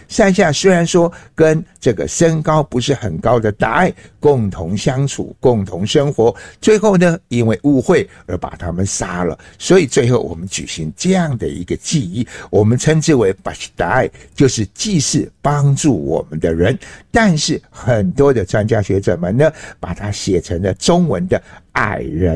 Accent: Nanzhuang, Miaoli County, Taiwan; moved away; 我说我来自苗栗县南庄乡

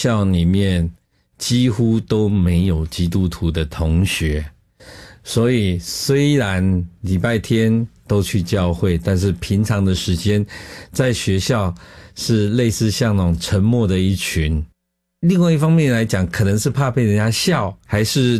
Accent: Taiwan; 尤其像生长在眷村里面

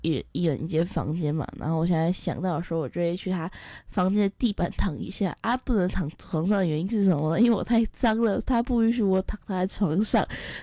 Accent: Kaohsiung, Taiwan; 我住乡下，我们都住乡下，我住三合院。哦，顺便分享一下那个这次呢我出队的地方就刚好是我的家乡高雄市美浓区的东门国小，然后那个地方也蛮偏乡的，所以呢我小时候住在偏乡。

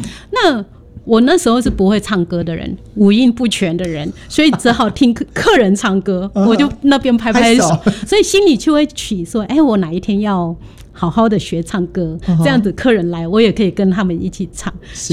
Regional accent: Japan; Chinese is a second language; now in Taiwan; 那听众可能不知道漆艺就是我们日本人最喜欢用的漆具，是很漂亮的

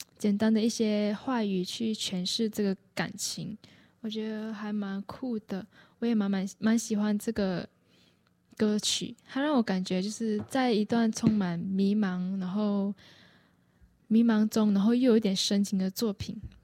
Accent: Malaysia; now in Taiwan; 很多人都说可能马来西亚人就是生活在一个多元民族的种族，比如说我们从小就要学中文、马来文跟英文嘛，然后当然还有自己家里的方言，像我爸是客家人，然后我妈是福建人，但我两边语言都不太会

